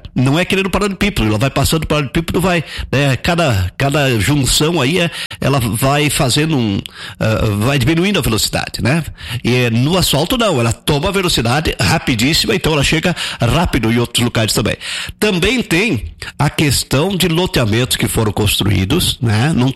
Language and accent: Portuguese; Rio Grande do Sul, Brazil; é lá na minha terra, lá no Maragata, né?